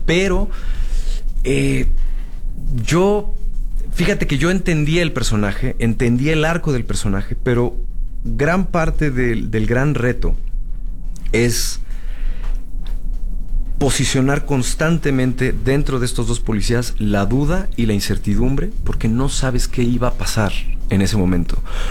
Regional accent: Mexico; cambiar un poco la visión de lo que somos como mexicanos.

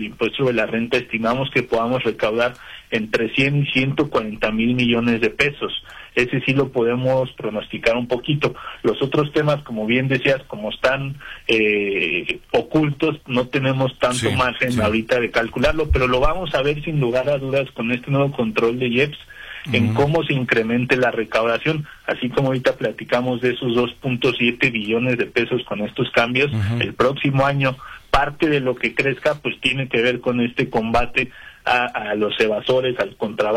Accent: Mexico; exijamos lo que como mexicanos merecemos.

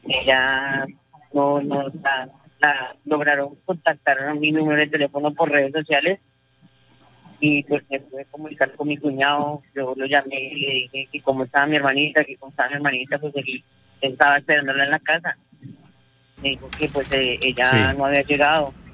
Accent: Bogotá, Colombia; Yo soy de Bogotá, nosotros realmente vivimos en Bogotá.

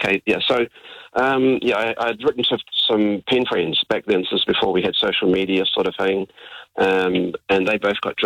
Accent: Kelston, Auckland, New Zealand; So I grew up in West Auckland, like in Kelston, West Auckland

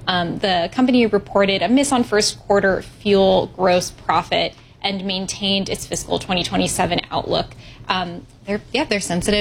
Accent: Midwest, United States; I'm from the Midwest.

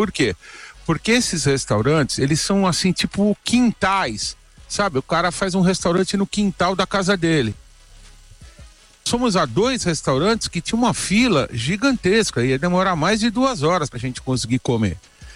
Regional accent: Santos, São Paulo, Brazil; now in São Paulo, Brazil; eu sou de Santos, né?

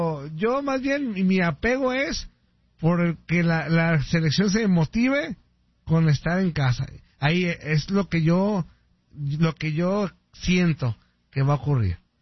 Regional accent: Mexico; Somos mexicanos, discúlpenos.

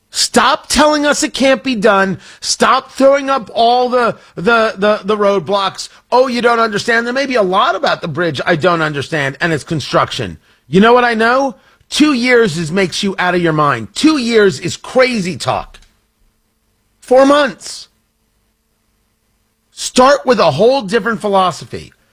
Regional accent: Middletown, New Jersey, United States; I grew up in Middletown, New Jersey, and we had a place near us called Poricy Park.

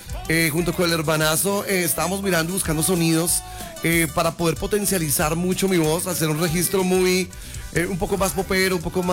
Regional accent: Bogotá, Colombia; moved away as an adult; now in Fusagasugá, Colombia; yo soy Rolo, aunque vivo en Fusagasugá hace unos 7 años.

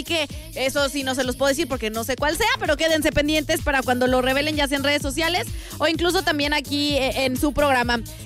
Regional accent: Mexico; Probablemente el Mundial nos agotó como mexicanos, nos quitó todo el patriotismo que teníamos

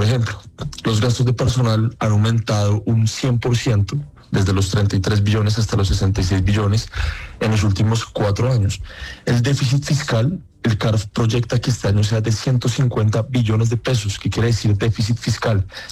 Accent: Colombia

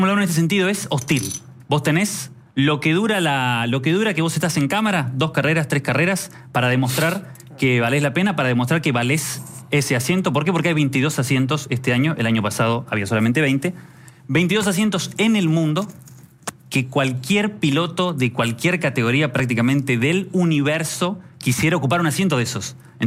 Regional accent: Argentina; somos los argentinos, viste, un país muy de la cultura del automovilismo

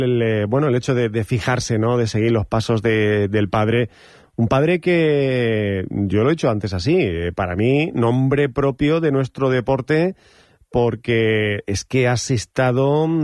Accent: Linares, Andalusia, Spain; los que somos de aquí de Linares

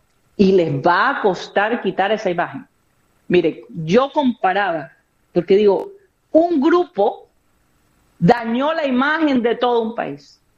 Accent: Colombia; decíamos que éramos colombianos, nos asociaban inmediatamente con la mafia, que son, era la minoría. Pero nosotros como colombianos llevábamos eso a cuesta.

